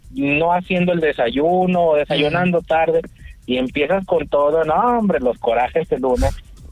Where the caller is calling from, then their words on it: Mexico; como mexicanos buenos que somos